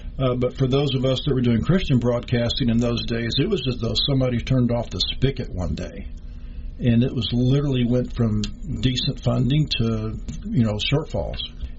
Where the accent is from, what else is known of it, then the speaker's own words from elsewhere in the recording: Texas, United States; also born or lived in Albuquerque, New Mexico; Born and raised in Texas and still live in Texas.